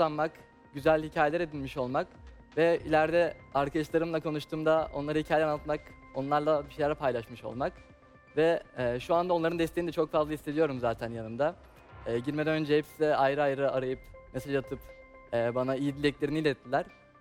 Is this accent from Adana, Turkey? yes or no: yes; Adana, Turkey; now in Istanbul, Turkey; İstanbul Tıp Fakültesi 4. sınıf öğrencisiyim. 2000 doğumluyum, 21 yaşındayım. Doğma büyüme Adanalıyım. Aslen Diyarbakırlıyım.